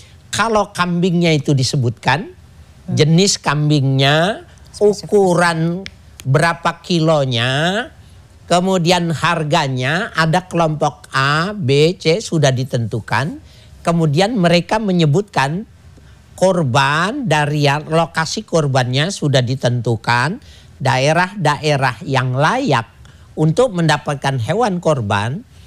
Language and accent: Indonesian; Madiun, East Java, Indonesia; moved away; di kampung saya umpamanya di Madiun